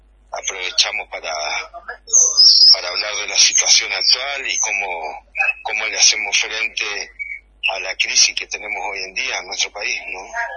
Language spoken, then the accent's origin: Spanish; Entre Ríos, Argentina; born there; now in Misiones, Argentina; Yo no soy no soy misionero, soy entrerriano de nacimiento, así que por eso un poco mi acento. Pero yo llegué acá hace unos años